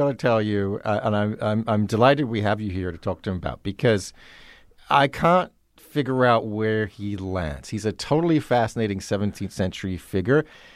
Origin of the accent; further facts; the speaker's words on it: United Kingdom; I confess to being a Brit myself.